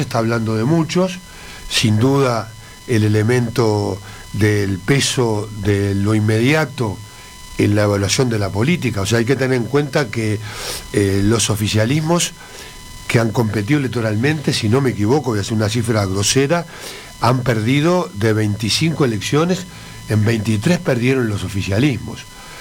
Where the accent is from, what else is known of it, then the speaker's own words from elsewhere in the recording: Uruguay; yo como uruguayo estoy pendiente, porque evidentemente a la suerte de Uruguay